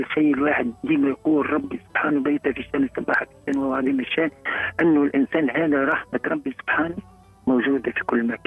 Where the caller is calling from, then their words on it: Tunisia; أنا نتشرف باش نكون تونسي اليوم